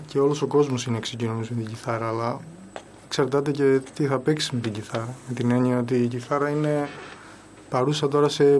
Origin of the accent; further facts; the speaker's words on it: Amaliada, West Greece, Greece; now in Amaliada, Greece; Τότε εγώ μεγάλωσα στην Αμαλιάδα.